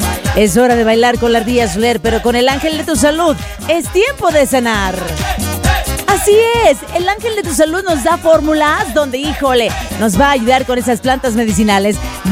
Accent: Mexico; ¿cómo somos los mexicanos?

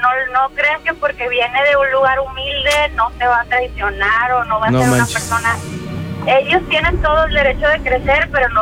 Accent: Monterrey, Nuevo León, Mexico; Yo soy de Monterrey, Nuevo León.

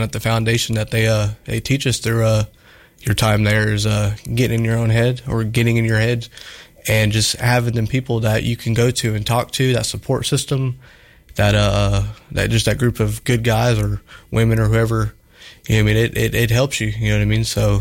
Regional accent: Waynesboro, United States; I'm from Waynesboro, 24 years old

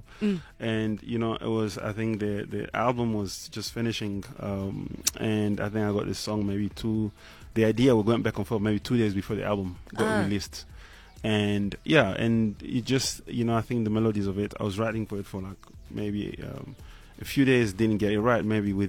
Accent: Goma, North Kivu, DR Congo; moved away; I'm named after my hometown, Goma.

